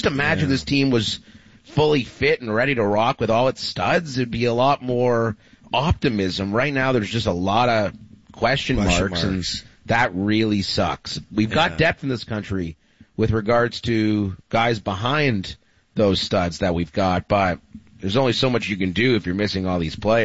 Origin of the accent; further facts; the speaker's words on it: Canada; I'm Canadian through and through, 100%.